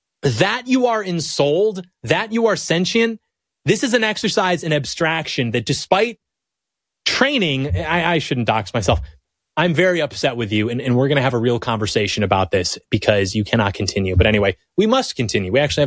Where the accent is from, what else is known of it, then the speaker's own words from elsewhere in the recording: Michigan, United States; I just want nothing like that in my home state. My home state, which, by the way, I can go take a drive down to Hart Plaza in Detroit.